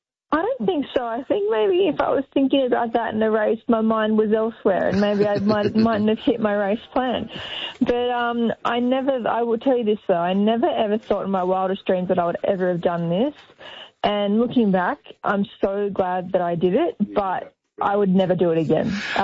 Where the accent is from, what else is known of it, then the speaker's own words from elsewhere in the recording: Australia; growing up in Australia